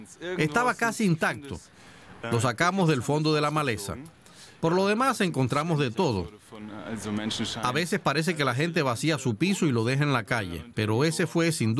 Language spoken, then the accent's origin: Spanish; Netherlands; Spanish is a second language; Soy de Holanda, nací allí y nunca vi esto.